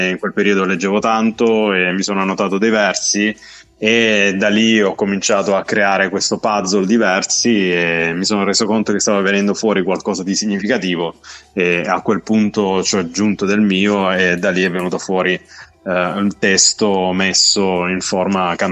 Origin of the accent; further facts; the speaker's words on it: Apulia, Italy; now in Turin, Italy; parla un po' delle mie radici, quindi un ritorno a casa, io che sono pugliese ma che vivo a Torino